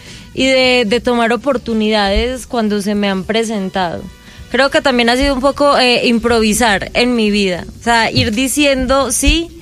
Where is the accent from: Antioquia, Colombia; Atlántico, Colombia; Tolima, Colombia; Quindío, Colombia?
Antioquia, Colombia; Bello; Pues yo soy de Bello.